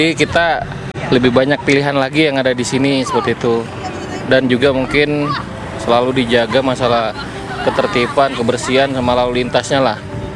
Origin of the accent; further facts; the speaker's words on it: Tarakan, North Kalimantan, Indonesia; Bukan, kita dari Tarakan.